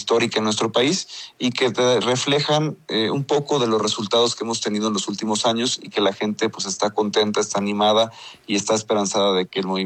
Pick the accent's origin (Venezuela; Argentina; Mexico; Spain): Mexico; Cancún, Quintana Roo; born there; yo soy nacido en Quintana Roo, yo nací en Cancún hace 32 años. Es el estado más joven del país.